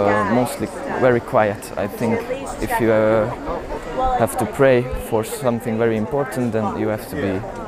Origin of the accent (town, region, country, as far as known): Hungary